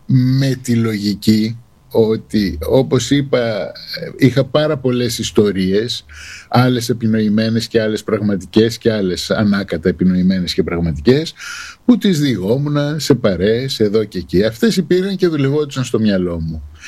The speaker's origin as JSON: {"language": "Greek", "town": "Athens", "region": "Attica", "country": "Greece", "tie": "born or raised there", "said": "Έχω γεννηθεί στην Αθήνα, οι γονείς μου ήρθαν να σπουδάσουν μετά τον πόλεμο και μείνανε στην Αθήνα, οπότε εγώ μεγάλωσα στην Αθήνα."}